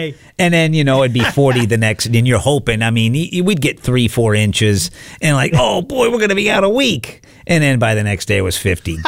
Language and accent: English; Deep South, United States; Remember, I grew up in the Deep South